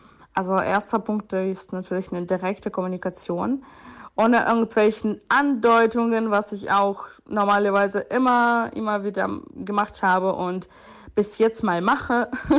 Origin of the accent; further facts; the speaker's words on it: Ukraine; German is a second language; now in Germany; Ja, ich bin Ukrainerin und gleichzeitig ist Deutschland zu einem wichtigen Teil meines Lebens auch geworden.